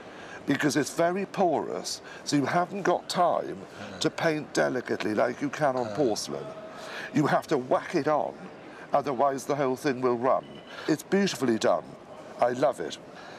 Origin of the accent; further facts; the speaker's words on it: Wales, United Kingdom; Thank you for pointing that out, my fellow Welshman.